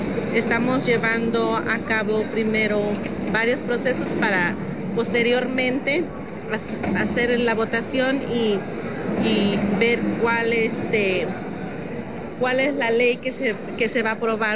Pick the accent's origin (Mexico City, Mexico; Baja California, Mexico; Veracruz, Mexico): Veracruz, Mexico; Ixhuatlán de Madero; vengo de la comunidad de La Pita, municipio de Ixhuatlán de Madero.